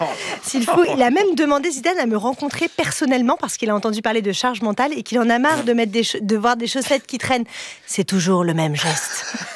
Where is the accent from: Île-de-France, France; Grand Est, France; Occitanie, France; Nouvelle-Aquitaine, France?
Grand Est, France; Moulins-lès-Metz; Moi, j'ai grandi en Lorraine. Tu me dis, vous êtes française ou italienne? Je viens de Moulins-les-Messes.